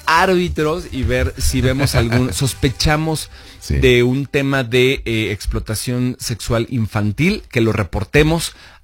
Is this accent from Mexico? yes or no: yes; Mexico; No, es que sí, es que esos somos los mexicanos, sí.